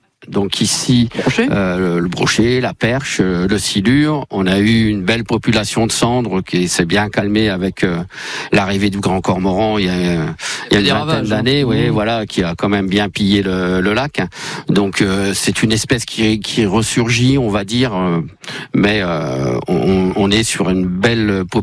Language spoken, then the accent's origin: French; Vitry-le-François, Grand Est, France; moved away; Enfant du pays, je suis né ici à Vitry-le-François.